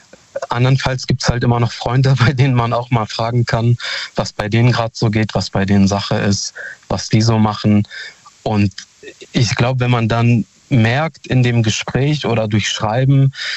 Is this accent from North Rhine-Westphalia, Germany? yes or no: yes; Hamm, North Rhine-Westphalia, Germany; ich komme aus Hamm.